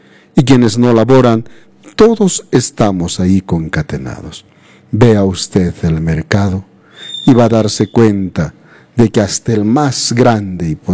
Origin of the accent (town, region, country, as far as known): Peru